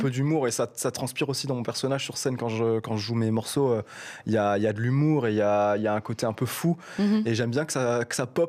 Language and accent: French; Grand Est, France; moved away as an adult; je viens d'Alsace. Moi, je viens de l'Est de la France. Et du coup, j'habite ici depuis 7 ans.